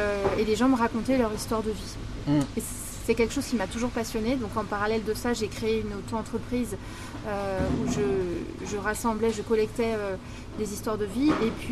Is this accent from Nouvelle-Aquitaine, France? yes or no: no; Paris, Île-de-France, France; Bon, j'ai eu des expériences à Paris, là d'où je viens, mais j'ai une expérience de 3 ans à Digne-les-Bains